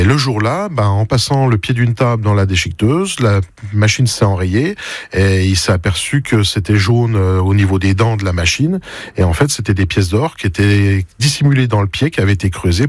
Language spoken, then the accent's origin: French; Épinal, Grand Est, France; moi je suis sur de l'Épinal, et puis on a quand même subi la guerre de plein feu, la deuxième guerre